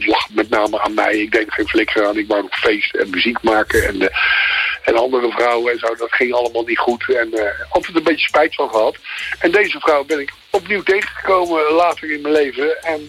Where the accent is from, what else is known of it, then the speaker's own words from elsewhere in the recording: The Hague, South Holland, Netherlands; born there; Ja, ik ben Hagenees natuurlijk, want ik ben geboren in Schilderswijk.